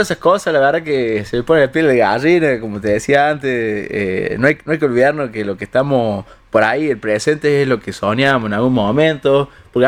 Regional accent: Alta Gracia, Córdoba, Argentina; moved away as an adult; la verdad que lo extraño muchísimo Altagracia, y también extraño mucho las etapas cuando vivía acá en Altagracia.

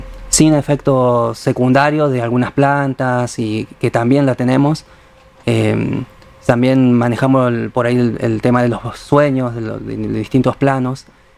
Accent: Caá Catí, Corrientes, Argentina; born there; now in Alta Gracia, Argentina; en mi pueblo mismo, Cacatí.

